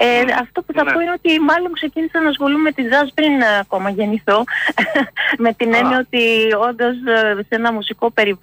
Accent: Drama, Eastern Macedonia and Thrace, Greece; εγώ είμαι από τη Δράμα

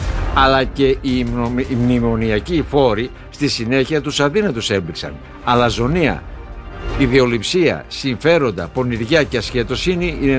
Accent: Gazoros, Central Macedonia, Greece; στο χωριό μου στο Γάζαρο Σερών

